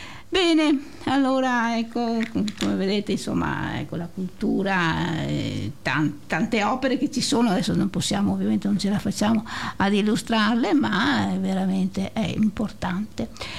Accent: Padua, Veneto, Italy; Padova come va? Bene? Noi siamo di Padova, va bene?

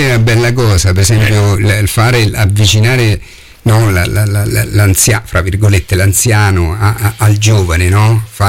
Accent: Macerata, Marche, Italy; Io ho vissuto sempre a Macerata, ho studiato fuori, però poi sono tornato, ho lavorato qui. È una città dove si vive bene

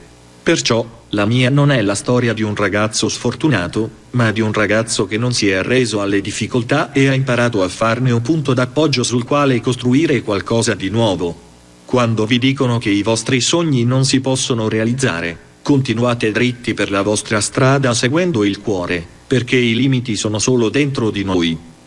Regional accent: Sardinia, Italy; born there; ho 22 anni, sono nato in Sardegna

